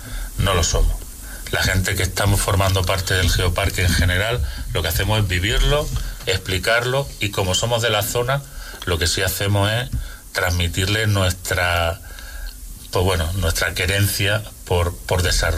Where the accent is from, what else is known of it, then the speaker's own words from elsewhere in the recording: Aldeire, Andalusia, Spain; como vivimos en nuestro pueblo, aunque estoy viviendo a caballo entre Granada y Aldeire